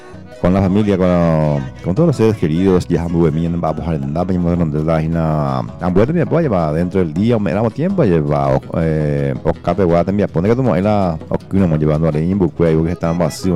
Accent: Paraguay; como buen paraguayo y paraguaya que somos

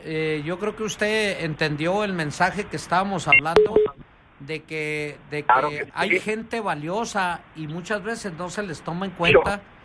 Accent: Camargo, Chihuahua, Mexico; somos camarguenses

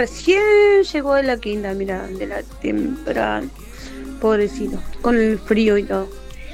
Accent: Buenos Aires, Argentina; Hola, corazón

